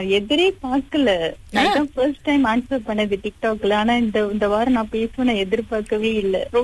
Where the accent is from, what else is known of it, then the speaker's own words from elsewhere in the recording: Petaling Jaya, Selangor, Malaysia; பிறந்தது வளர்ந்ததெல்லாம் தமன்சாரால தான். திருமணமாகி இருக்கிறதும் தமன்சாரா